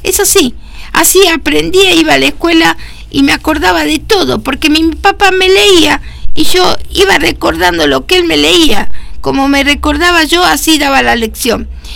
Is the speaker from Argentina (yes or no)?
yes; Argentina; nosotros como argentinos